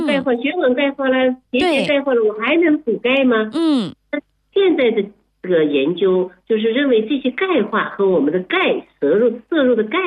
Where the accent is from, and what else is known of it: China